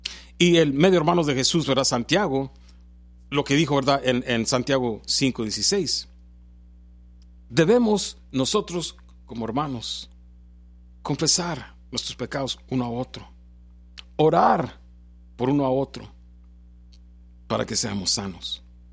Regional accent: California, United States; born there; Yo nací en California, ¿verdad?

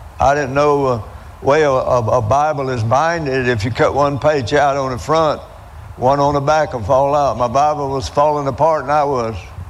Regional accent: Eufaula, United States; I was from Eufaula.

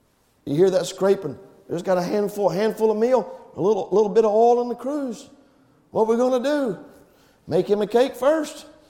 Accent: Dundalk, Maryland, United States; I'm from Dundalk.

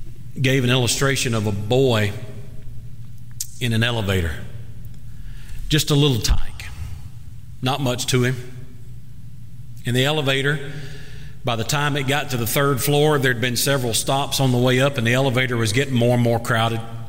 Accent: Colquitt, Georgia, United States; I've been back to my hometown.

